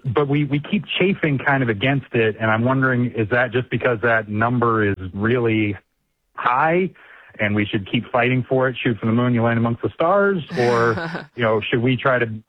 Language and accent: English; Maryland, United States; So in D.C., I mean, it's, you know, the county that I grew up in Maryland, I mean, you can't sneeze in there without spending half a million bucks.